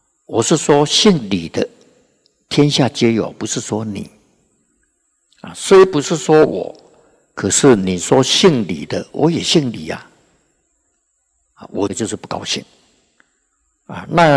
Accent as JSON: {"language": "Chinese", "country": "Taiwan", "said": "那个老板呐，那听到我讲话的口音呐，是台湾话啊，那特别亲切，特别亲切啊"}